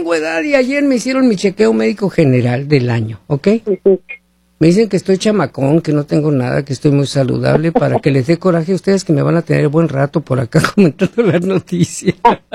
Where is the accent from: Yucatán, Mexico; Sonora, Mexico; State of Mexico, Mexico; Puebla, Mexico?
Sonora, Mexico; Hermosillo; a mí me hablan allá de mi tierra Hermosillo, Sonora, México, me dicen, ay, qué frío, andamos aquí. Y yo que vivo aquí donde está la nieve